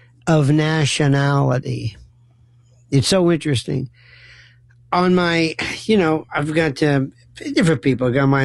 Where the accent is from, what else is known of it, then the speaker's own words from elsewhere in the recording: United States; I've always had an affinity, a 100% locked in, zeroed in thing about I'm an American.